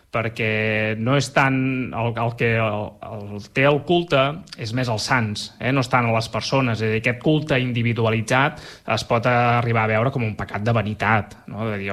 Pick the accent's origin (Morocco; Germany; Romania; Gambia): Germany; Munich, Bavaria; jo sóc aquí de Múnich de tota la vida.